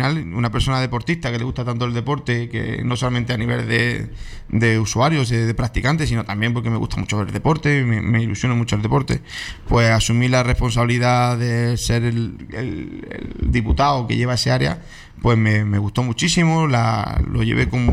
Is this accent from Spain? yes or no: yes; María, Andalusia, Spain; Yo creo que mi familia y yo somos más felices allí y por eso decido vivir allí. Creo que mis hijos quiero que crezcan como yo crecí en su día y por eso decido que mi proyecto de vida pues sea en mi pueblo